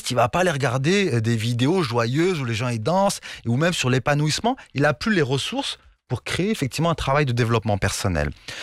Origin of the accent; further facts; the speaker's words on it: Morocco; Vous allez vous dire que je suis suisse, mais non, je suis marocain, hein, maghrébi